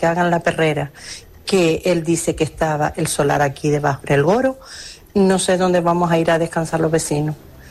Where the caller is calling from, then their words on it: Telde, Canary Islands, Spain; Buenos días, Jorge Esteban. Soy una vecina de Telde.